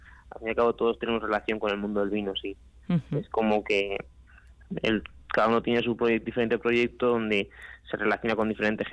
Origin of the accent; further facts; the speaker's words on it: Samaniego, Basque Country, Spain; yo soy de Samaniego